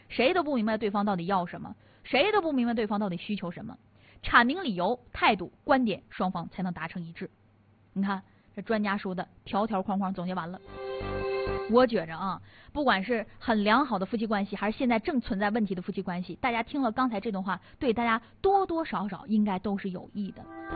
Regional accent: Northeast China, China; 咱们东北话讲

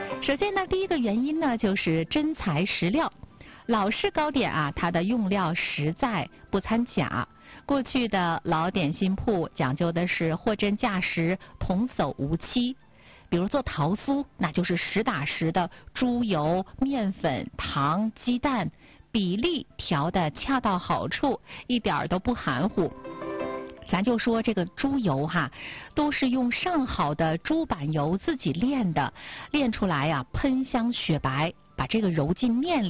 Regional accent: Northeast China, China; 咱们东北人啊没有不知道萨其马的。

